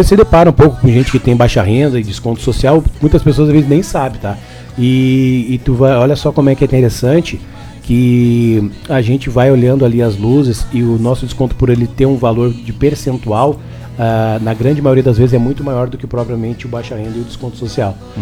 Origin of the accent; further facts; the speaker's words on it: Araranguá, Santa Catarina, Brazil; Somos de Araranguá.